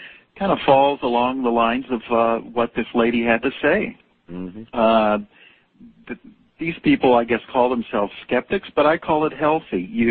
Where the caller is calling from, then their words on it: Las Vegas, Nevada, United States; in Las Vegas.